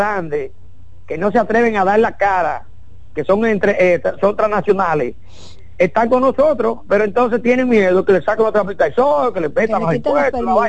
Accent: Santiago de los Caballeros, Santiago, Dominican Republic; de Santiago, de mi pueblo, de la ciudad corazón, que yo soy

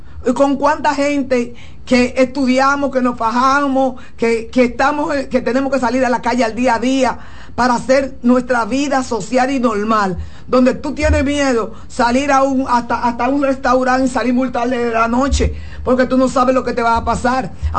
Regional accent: San Francisco de Macorís, Duarte, Dominican Republic; yo soy de San Francisco de Macorís. Yo me crié en el barrio Capacito

